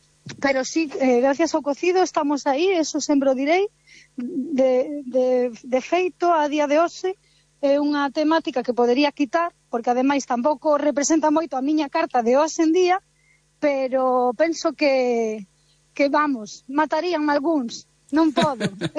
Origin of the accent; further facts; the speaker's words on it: Galicia, Spain; ao final somos galegos e comemos como galegos.